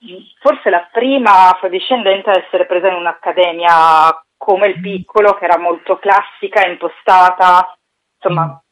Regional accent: Milan, Lombardy, Italy; Io sono cresciuta a Milano. Sì, sono una milanese, non imbruttita

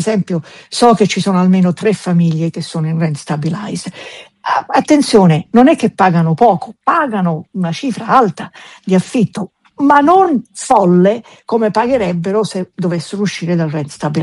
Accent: Tuscany, Italy; also born or lived in Sicily; Io sono siculo toscana.

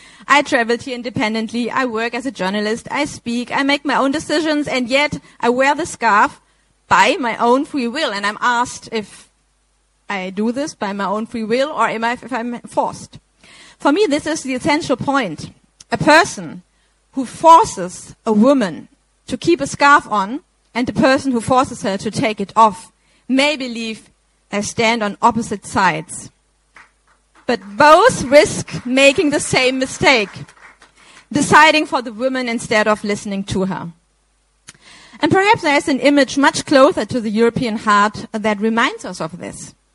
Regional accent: Germany; I'm from Germany, a journalist from Germany

